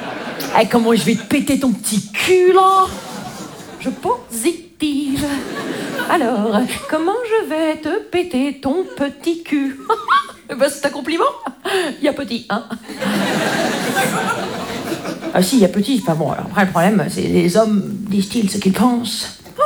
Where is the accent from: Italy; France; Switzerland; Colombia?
France; Grand Est; Moi, je viens des Vosges. Les Vosges.